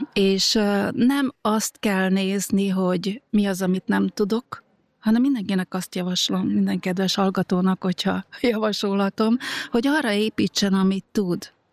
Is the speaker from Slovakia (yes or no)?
yes; Slovakia; now in Austria; hát ott is én kétnyelvűként nőttem fel Felvidéken, hát anyanyelvi szinten beszéltük a szlovákot, annak ellenére, hogy magyar iskolába jártam.